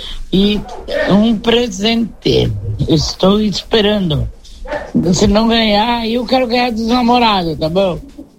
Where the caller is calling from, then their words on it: Brazil; eu sou do Jardim do Sol